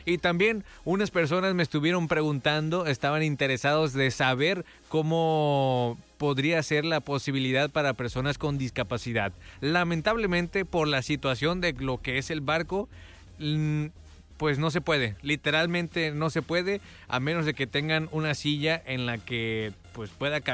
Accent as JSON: {"language": "Spanish", "town": "Guadalajara", "region": "Jalisco", "country": "Mexico", "also_born_or_lived": "Tijuana, Mexico", "moved": "yes", "lives_now": "Ensenada, Mexico", "said": "No, Soy de Guadalajara, pero pues me adoptó durante 10 años más o menos Tijuana. Y pues ahora estoy adoptando yo a Ensenada"}